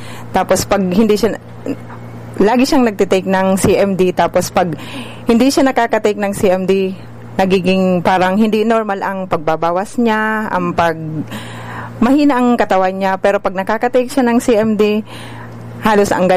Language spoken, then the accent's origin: Tagalog; Legazpi, Bicol Region, Philippines; taga Porok 7, Kambugtong, Legazpi City.